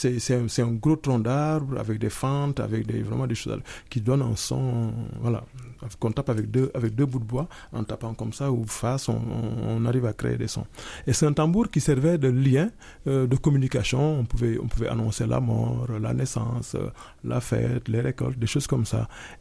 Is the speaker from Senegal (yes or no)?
yes; Senegal; Et puis, moi, en tant que Sénégalais, j'ai eu la chance de voir quelques masques